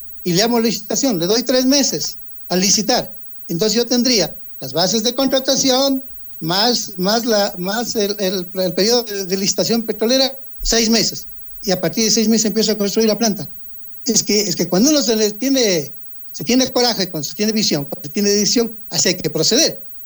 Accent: Ecuador

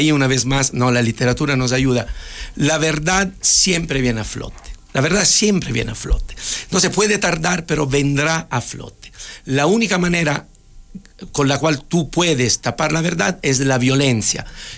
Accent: Ecuador; qué pena también por parte de nosotros como ecuatorianos

